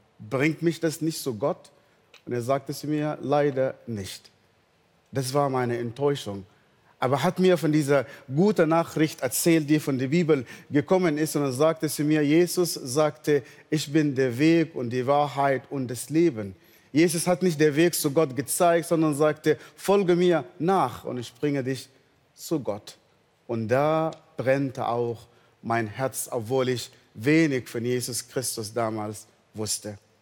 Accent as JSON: {"language": "German", "region": "Northern Sudan", "country": "Sudan", "tie": "born there", "second_language": "German", "moved": "yes", "said": "ich bin im Nordsudan geboren in einer nicht christlichen Familie. Ich war sehr religiös."}